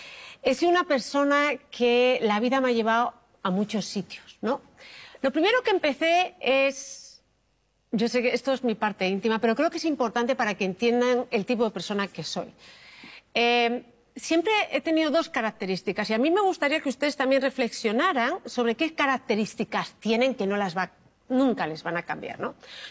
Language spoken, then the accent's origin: Spanish; Madrid, Community of Madrid, Spain; born there; moved away; Pero soy de aquí, nací en Madrid.